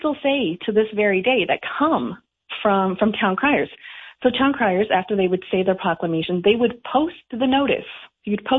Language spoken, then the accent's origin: English; Collingwood, Ontario, Canada; also born or lived in Ottawa; now in Hanover, Canada; I became a town crier for the Bygone Days Heritage Village, which is outside of Collingwood, Ontario, my hometown.